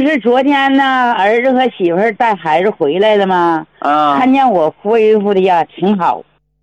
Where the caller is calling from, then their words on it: Jilin, China; 我家是吉林的